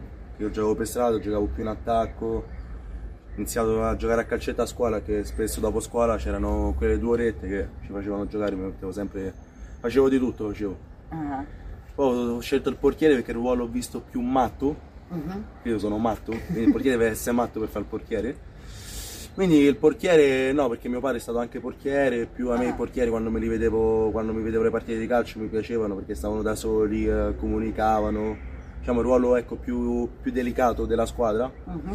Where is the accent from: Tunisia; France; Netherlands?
Tunisia; perché mi piaceva cambiare mentalità, di venire a giocare con il mio paese, di aiutarli. E quindi ho scelto la Tunisia